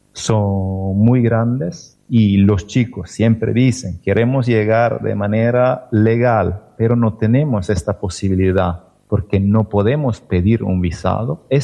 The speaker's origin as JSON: {"language": "Spanish", "country": "Italy", "tie": "born or raised there", "second_language": "Spanish", "moved": "yes", "said": "Yo vengo de un barrio que es considerado como el barrio más multicultural de Italia. Yo nací en este barrio y toda mi educación la hice en este barrio, donde hay personas que vienen de muchos lugares del mundo."}